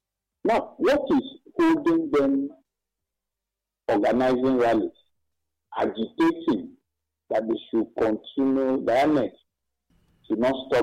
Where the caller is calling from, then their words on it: Nigeria; I'm calling from Okwadu Nimbo, Zunuzo, one in local government.